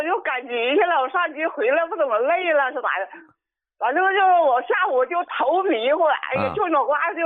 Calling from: Shenyang, Liaoning, China; 我是沈阳的

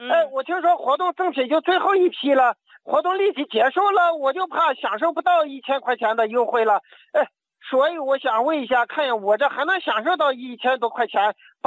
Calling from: Xianyang, Shaanxi, China; 陕西咸阳的。

